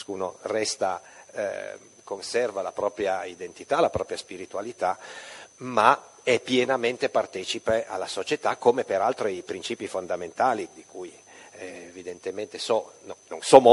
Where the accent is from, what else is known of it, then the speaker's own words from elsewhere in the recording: Piedmont, Italy; Io vengo dal Piemonte, e come l'onorevole Bruno e in particolare come il professor Naso, sono parte anch'io di una minoranza religiosa oggetto di persecuzioni molto sanguinose